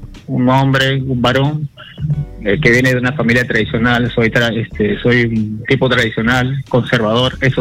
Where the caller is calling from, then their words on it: Lima, Peru; de Los Olivos.